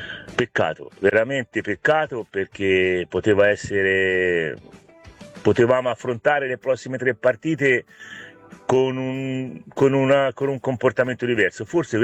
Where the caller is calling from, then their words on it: Grosseto, Tuscany, Italy; da Grosseto